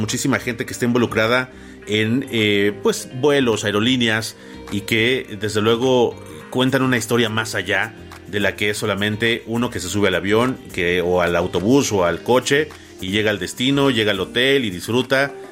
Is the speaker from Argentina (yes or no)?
no; Mexico; desde este punto turístico y como ciudadano mexicano, se agradece sin lugar a dudas.